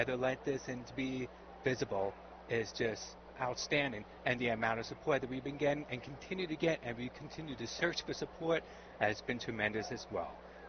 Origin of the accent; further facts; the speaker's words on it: Long Island, New York, United States; I grew up on Long Island, and baseball has been my number one sport growing up. And myself, I grew up as the only deaf person on the team